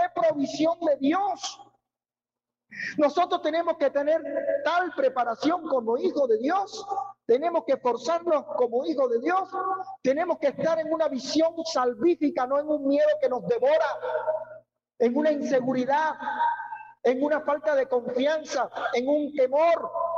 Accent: Cuba; Uno de los problemas que nosotros pasamos como cubanos en el país

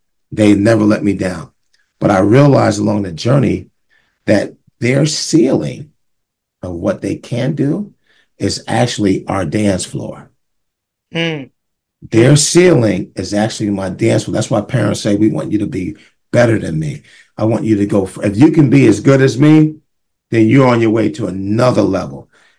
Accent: Montclair, New Jersey, United States; And so I'm from Montclair, but I used to, Gerald, when I began to change my life, we had a department store in Montclair called Haynes Department Store.

